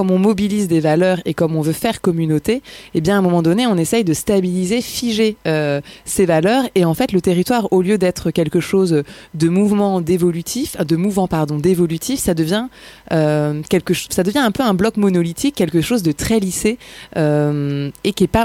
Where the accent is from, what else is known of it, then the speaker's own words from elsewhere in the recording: Marseille, Provence-Alpes-Côte d'Azur, France; Je dis que je viens de Marseille, là on me renvoie une autre image, un autre stéréotype.